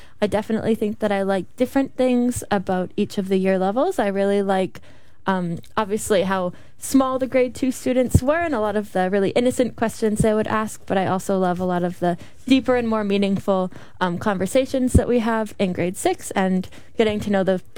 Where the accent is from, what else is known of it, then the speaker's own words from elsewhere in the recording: Canada; moved away as an adult; now in Melbourne, Australia; I'm from Canada.